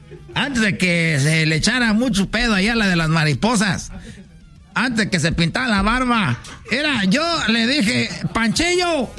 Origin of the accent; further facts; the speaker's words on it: Michoacán, Mexico; como somos allá de Michoacán, andamos allá para donde está esto de la mariposa monarca